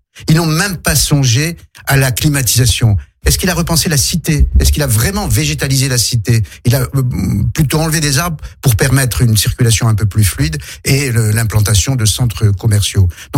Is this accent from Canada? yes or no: no; Algeria; now in France; Moi, quand je suis arrivé d'Algérie dans les années 70 en France, j'étais très heureux de découvrir les quatre saisons.